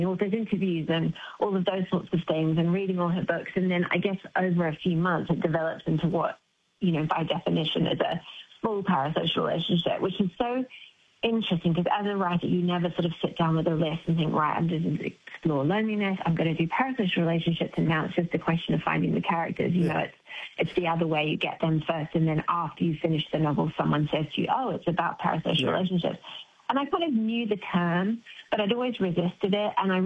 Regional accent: Palmerston North, Manawatū-Whanganui, New Zealand; also born or lived in Foxton; Oh, Palmerston North and Foxton, so down the road from you.

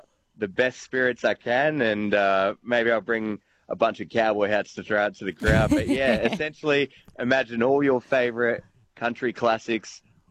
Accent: Canberra, Australian Capital Territory, Australia; growing up in Canberra, where there's, you know, pretty cold winters and bad isolation, lots of depression

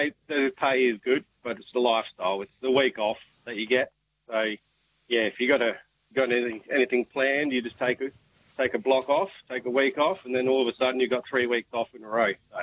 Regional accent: Victor Harbor, South Australia, Australia; Yeah, I'm down at Victor Harbour, God country. Love it down there.

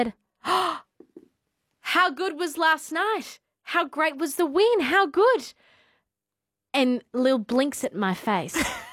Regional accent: Northern Territory, Australia; also born or lived in Penrith / Queensland; I'm a bred Territorian, but I was born in Penrith.

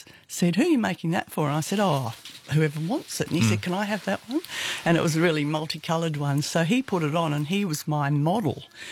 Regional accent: Jersey; no, I'm from Jersey originally in the Channel Islands.

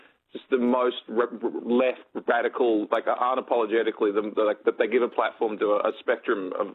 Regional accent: Sydney, New South Wales, Australia; I'm from Sydney originally, and so I grew up with 2SER and FBI as well.

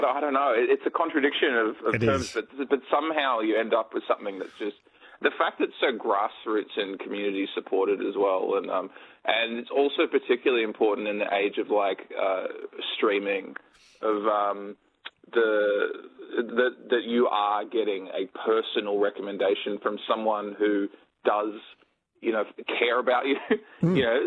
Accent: Sydney, New South Wales, Australia; I'm from Sydney originally, and so I grew up with 2CR and FBI as well.

